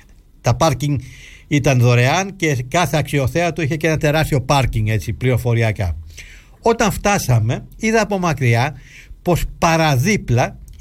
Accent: Greece; με ρώτησαν από πού είμαστε. Όταν άκουσαν τη λέξη Ελλάδα, έλαμψε ρε παιδιά το πρόσωπό τους.

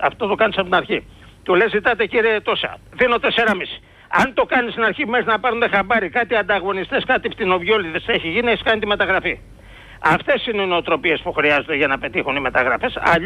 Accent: Piraeus, Attica, Greece; από Πειραιά.

